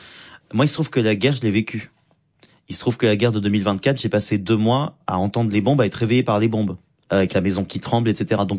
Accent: Lebanon; Bien sûr, on est Libanais, on est les spécialistes des vieux mots.

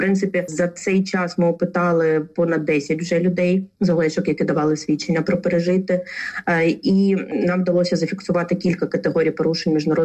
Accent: Makiivka, Donetsk Oblast, Ukraine; also born or lived in Mariupol; Родом з Донеччини, народилася я в місті Макіївка Донецької області, і, на жаль, з 14-го року моє місто окуповане росіянами.

